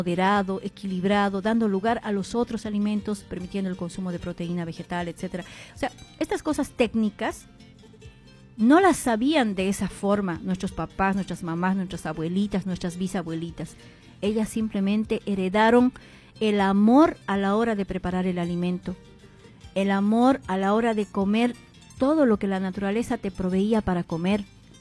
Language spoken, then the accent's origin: Spanish; Bolivia; now in Argentina; nosotros, como comunidad boliviana en Argentina